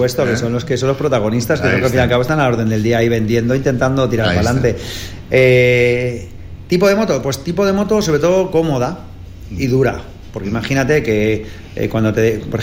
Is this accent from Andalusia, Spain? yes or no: yes; Villanueva del Arzobispo, Andalusia, Spain; born there; Yo nací en Andalucía, en un pueblecito de Jaén.